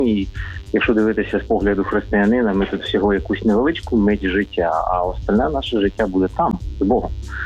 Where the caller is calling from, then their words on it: Odesa, Odesa Oblast, Ukraine; місто Одеса.